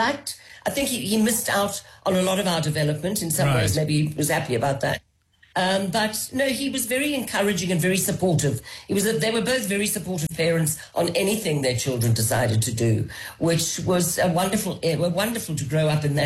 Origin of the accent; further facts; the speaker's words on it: Johannesburg, Gauteng, South Africa; growing up in Johannesburg was exciting, dangerous, but exciting.